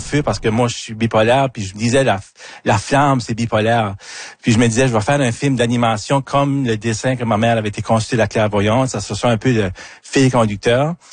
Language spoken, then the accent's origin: French; Acadia, Canada; je viens de l'Acadie, comme ton premier album.